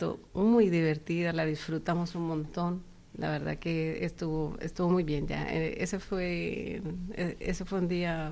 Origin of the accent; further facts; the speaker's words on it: Colombia; moved away as an adult; now in Las Palmas, Spain; Yo soy de Colombia.